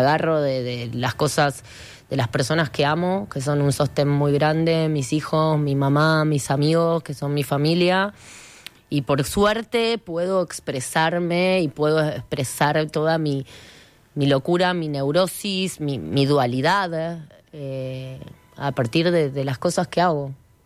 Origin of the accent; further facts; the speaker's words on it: Ituzaingó, Buenos Aires Province, Argentina; moved away as an adult; now in Buenos Aires, Argentina; soy ciudad de Buenos Aires total, pero me crié y mi mamá vive en una reserva ecológica en Ituzaingó, que se llama Parque Leloir.